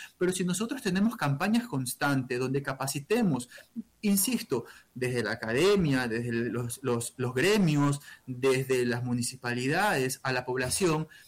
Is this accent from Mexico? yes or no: no; Ecuador; La cultura es un tema de que nosotros, como ecuatorianos y en la academia... la trabajamos y tenemos que fortalecerla constantemente.